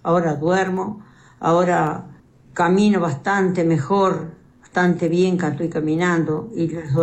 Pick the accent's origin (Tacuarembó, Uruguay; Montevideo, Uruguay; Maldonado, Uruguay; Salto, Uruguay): Tacuarembó, Uruguay; Soy de acá de Tacuarembó, sí.